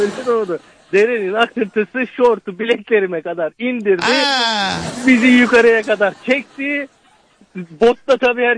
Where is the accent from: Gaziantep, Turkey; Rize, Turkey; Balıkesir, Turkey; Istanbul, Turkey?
Rize, Turkey; Rizeliyim ben.